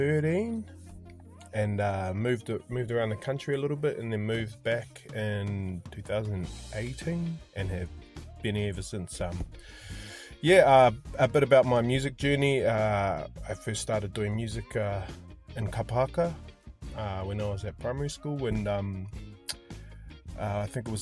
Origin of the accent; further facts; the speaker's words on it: Whanganui, Manawatū-Whanganui, New Zealand; moved away as an adult; also born or lived in Wellington; I was raised in Whanganui. Moved to Wellington in 2013 and moved around the country a little bit, and then moved back